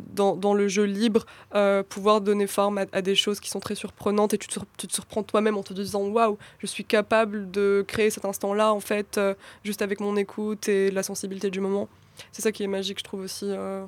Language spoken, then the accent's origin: French; Kabylie, Algeria; moi aussi je suis kabyle, donc on parle un peu Azul Flawen, etc.